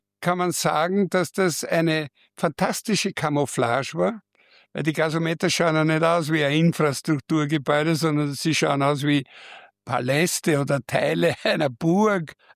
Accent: Vienna, Austria; Ich bin auf der Simmeringer Hart mit aufgewachsen. Soweit ich mich erinnern kann, habe ich sogar in irgendeiner Jugendmannschaft von Simmering Fußball gespielt als Tormann.

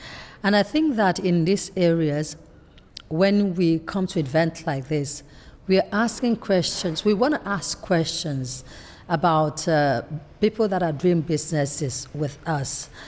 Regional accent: Nigeria; we even say Nigeria because I'm Nigerian.

